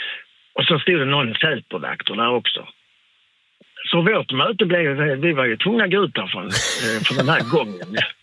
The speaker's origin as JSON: {"language": "Swedish", "town": "Malmö", "region": "Skåne", "country": "Sweden", "said": "Ja, men vi bor i en stuga här på Öland. Var kommer ni med? Ja, vi är från Malmö, sa jag."}